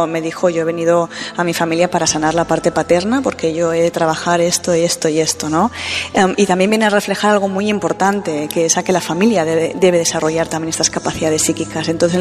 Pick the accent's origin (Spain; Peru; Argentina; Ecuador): Spain; Valencia, Valencian Community; Soy de Valencia. Pues estoy entre Madrid, Valencia